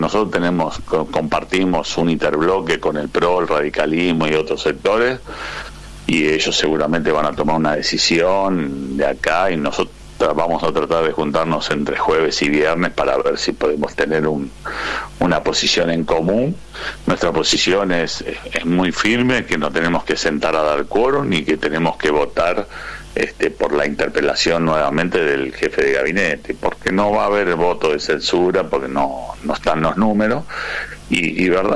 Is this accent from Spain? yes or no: no; Argentina